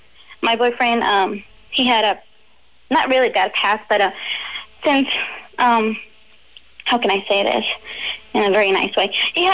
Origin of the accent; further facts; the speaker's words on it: El Salvador; moved away; I was back in El Salvador with my mommy